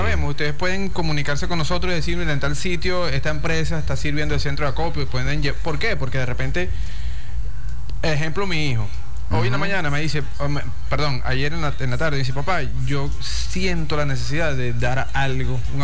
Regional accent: Venezuela; esto que estamos viviendo nosotros como venezolanos.

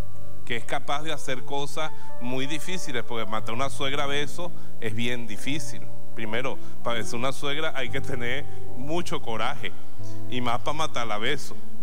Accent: Bejuma, Carabobo, Venezuela; Y yo me convertí en Bejuma, en mi pueblo. Y detrás de Bejuma hay un cerro grandote, bello, que yo siempre lo he visto con mucho cariño. Allá arriba hay tigres y venados y todo todavía.

